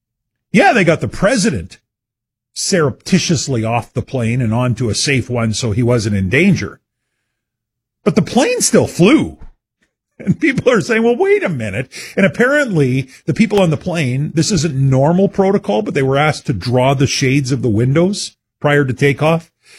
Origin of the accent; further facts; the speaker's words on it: Abernethy, Saskatchewan, Canada; I grew up in the Abernethy area, just down Highway 22